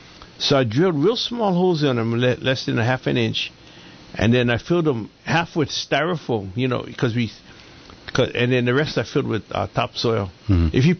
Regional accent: Hawaii, United States; So there's all these techniques that I learned as a native Hawaiian growing up in Hawaii.

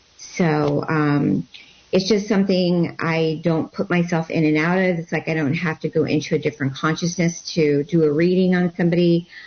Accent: Los Angeles, California, United States; also born or lived in Compton; growing up in Los Angeles, I was born in Compton, and growing up in Los Angeles

